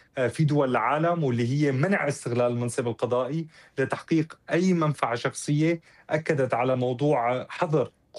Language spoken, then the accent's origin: Arabic; Syria; نعانيه كلنا كسوريين وسوريات